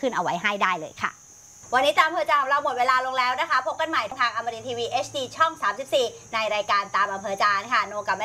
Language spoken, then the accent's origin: Thai; Southern Thailand, Thailand; ไม่ได้เราเป็นคนใต้